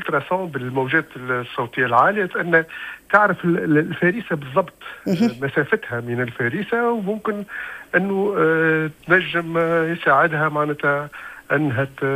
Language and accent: Arabic; Tunisia; عندنا في تونس